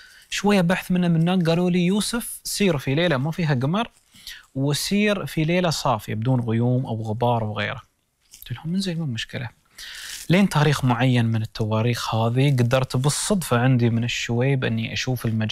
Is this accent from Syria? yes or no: no; United Arab Emirates